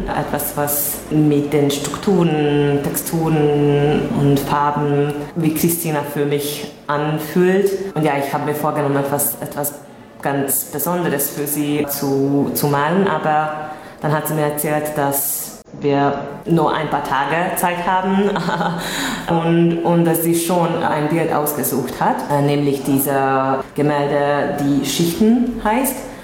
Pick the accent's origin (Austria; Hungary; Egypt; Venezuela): Hungary; moved away as an adult; now in Budapest, Hungary; Ich komme ursprünglich aus Nádas, aber ich wohne schon seit mehr als 15 Jahren in Budapest.